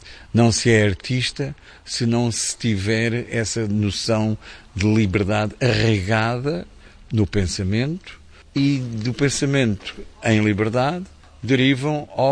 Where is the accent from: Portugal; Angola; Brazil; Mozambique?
Portugal; Lisbon; born there; não nasci em África, nem na Patagónia, nem na Austrália, nasci em Lisboa, na Europa, no ocidente da Europa.